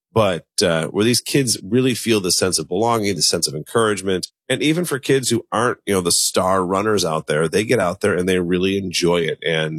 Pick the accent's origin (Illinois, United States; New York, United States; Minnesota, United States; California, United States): Illinois, United States; Elmhurst; the high school I went to, York, had a world famous cross country coach.